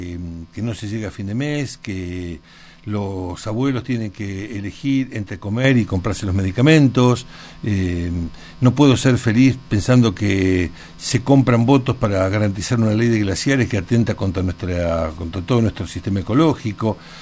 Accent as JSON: {"language": "Spanish", "country": "Argentina", "said": "¿Qué somos los argentinos básicamente?"}